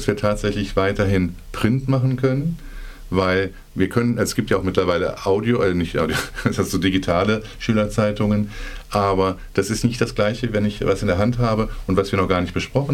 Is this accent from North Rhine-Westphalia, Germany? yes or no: yes; Cologne, North Rhine-Westphalia, Germany; ich komme aus Köln